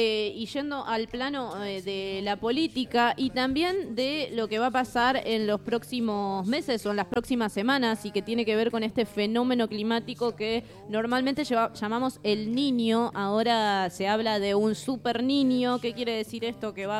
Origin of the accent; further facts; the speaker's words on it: San Jerónimo Norte, Santa Fe, Argentina; mi pueblo, de San Jerónimo Norte